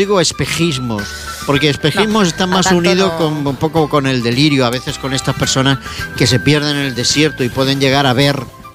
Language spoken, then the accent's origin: Spanish; Catalonia, Spain; Yo es que soy catalán